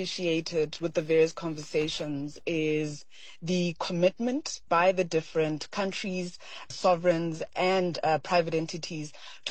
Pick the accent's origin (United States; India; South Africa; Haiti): South Africa